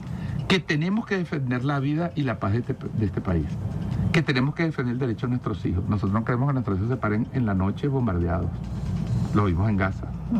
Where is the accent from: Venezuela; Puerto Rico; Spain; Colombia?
Venezuela; que lamentablemente todos somos venezolanos, todos tenemos derecho